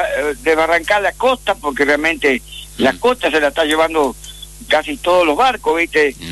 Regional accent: Entre Ríos, Argentina; moved away; yo soy tan vecino, pero me crié en Isla Entrerriana.

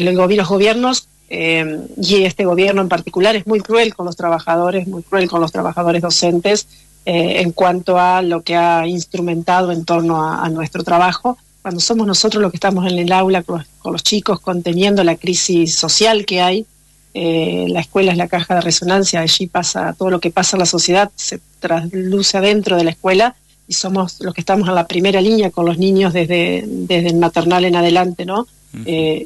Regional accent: Concepción del Uruguay, Entre Ríos, Argentina; Yo soy de Concepción del Uruguay

